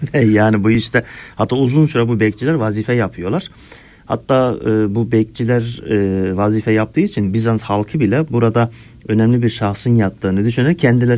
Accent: Osmaniye, Turkey; Biz hocam tabii Çukurova'da ben Osmaniyeliyim. Orada bayramlarda efendim keçi keserler.

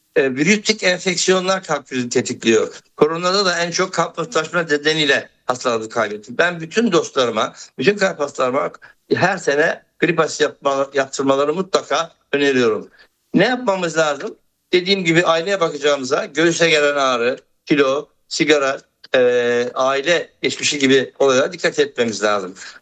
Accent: Erzurum, Turkey; Bana çay konusunda kötü bir şey söyletemezsiniz. Ben çünkü Erzurumluyum.

